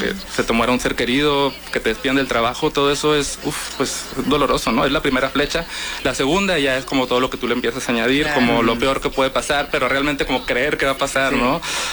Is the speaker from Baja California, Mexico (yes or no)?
yes; Mexicali, Baja California, Mexico; Yo soy de Mexicali